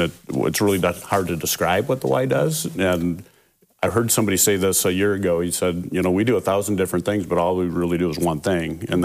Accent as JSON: {"language": "English", "region": "Minnesota", "country": "United States", "tie": "born or raised there", "moved": "yes", "lives_now": "Toledo, United States", "said": "Yeah, so I'm a Minnesota native."}